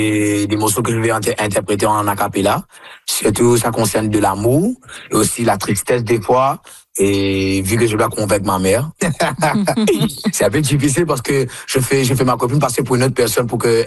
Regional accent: Mauritius; Comme nous sommes bilingues, nous sommes aussi, nous parlons le français et l'anglais déjà dès l'âge de 5 ans, obligatoire à l'île Maurice. Et puis après, quand vous parlez le créole

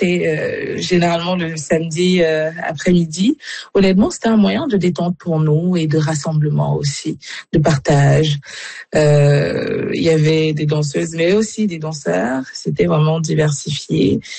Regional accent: Cameroon; moved away; moi, je suis originaire du Cameroun

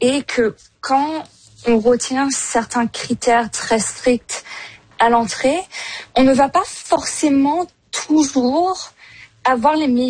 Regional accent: France; moved away as an adult; now in Canada; comme vous pouvez l'entendre, je suis française

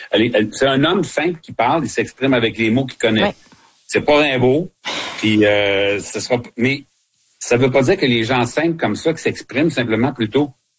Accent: Quebec, Canada; c'est pas le système qu'on a chez nous au Québec, ça c'est clair.

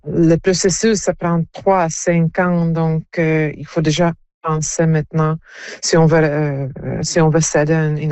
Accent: Quebec, Canada; chez nous, en Gaspésie

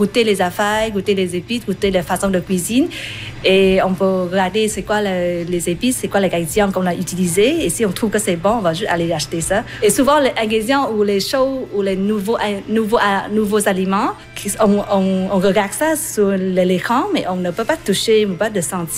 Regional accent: Vietnam; French is a second language; Je viens de Vietnam.

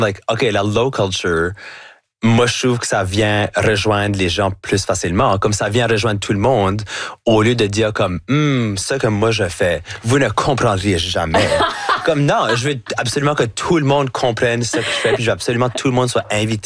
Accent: New Brunswick, Canada; accent: chiac; j'ai un accent qui va jamais être neutre. So là, de complètement laisser ça aller, puis de faire tout ce que je fais avec mon accent, avec mon chiac, pour moi, c'est comme, c'est bien plus fun parce que là, tout d'un coup, je peux comme apporter l'Acadie avec moi partout où j'y vais.

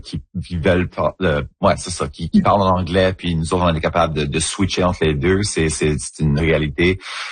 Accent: New Brunswick, Canada; accent: Acadian; Non, c'est juste mon accent en acadien. C'est comme ça qu'on parle.

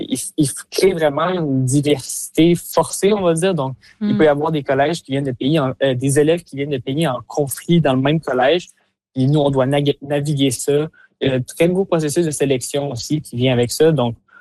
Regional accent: Quebec, Canada; Moi, je viens de Québec originalement, mais justement, j'étais dans un collège dans l'Ouest.

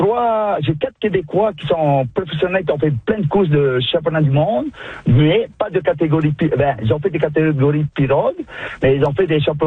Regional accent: French Polynesia; now in Canada; Chez nous, en Polynésie

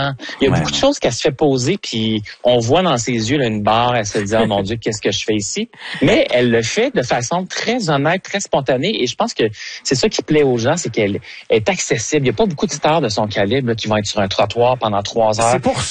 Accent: Quebec, Canada; on l'aime, on est Québécois, on veut qu'elle réussisse

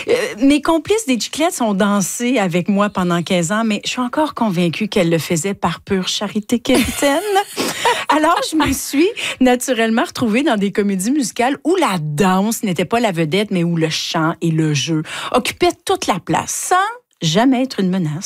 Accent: Gatineau, Quebec, Canada; born there; j'étais dans un centre communautaire de Hull

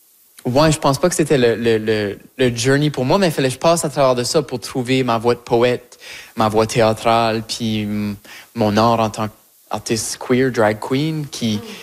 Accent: Acadia, Canada; now in Quebec, Canada; que mon acadienté se manifeste à travers cette voix-là. Même si mon accent change, puis mon vocabulaire évolue, puis mes expériences québécoises, montréalaises ajoutent à cette sauce-là

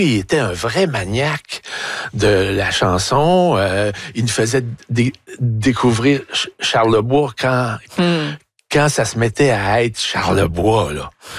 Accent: Montreal, Quebec, Canada; Je venais du sous-sol de Montréal-Nord où, dès l'enfance, j'achetais des 45 tours au coin de la rue.

